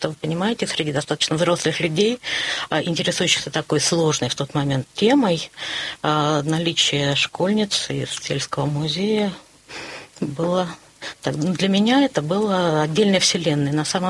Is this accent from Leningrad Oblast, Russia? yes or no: yes; Rozhdestveno, Leningrad Oblast, Russia; находится в селе Рождественна, которое является и моей малой родиной.